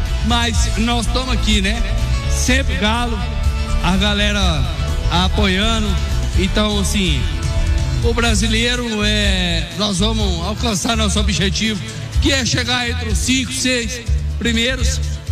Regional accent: Lagoa da Prata, Minas Gerais, Brazil; Sou de Lagoa da Prata, Silver Lake.

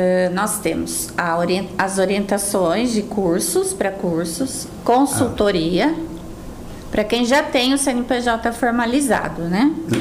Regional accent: Itatiba, São Paulo, Brazil; also born or lived in Amparo; Eu sou. Itatibense é. Eu nasci em Amparo

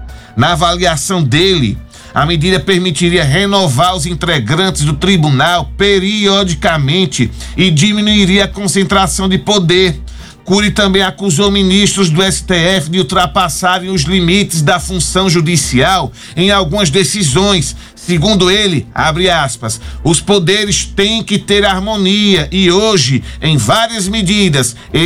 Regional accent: Brazil; como brasileiro que gosta de política

